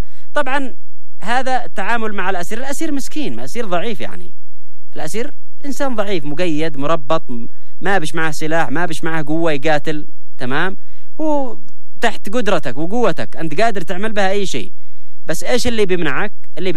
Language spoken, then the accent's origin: Arabic; Yemen; احنا كيمنيين نتآخى نتسامح نتصالح،